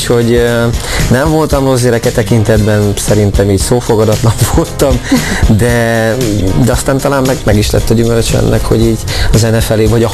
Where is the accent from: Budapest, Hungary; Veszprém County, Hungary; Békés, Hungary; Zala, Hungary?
Zala, Hungary; Kissziget; Igen, egy Zala vármegyei kis községben, Kisszigeten nőttem fel, ott születtem, illetve Nován születtem.